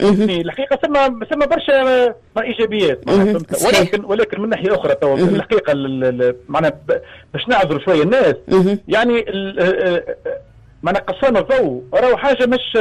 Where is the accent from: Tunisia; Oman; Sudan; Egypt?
Tunisia; عندنا في تونس